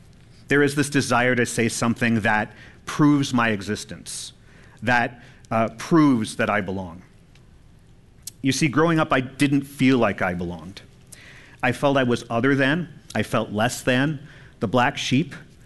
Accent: El Paso, Texas, United States; born there; I am not Mayan Indian. I was born in El Paso to a mother who was an alcoholic and possibly a drug addict.

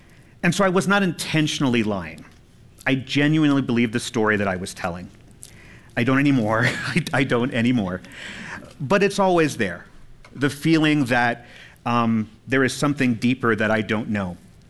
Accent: El Paso, Texas, United States; born there; I am not Mayan Indian. I was born in El Paso to a mother who was an alcoholic and possibly a drug addict.

